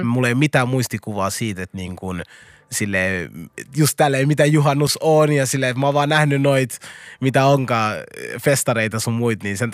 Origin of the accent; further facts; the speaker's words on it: Helsinki, Uusimaa, Finland; kun jos mä joku kysyy mut, että mistä päin sä oot, mä sanon, mä oon Roihuvuoresta.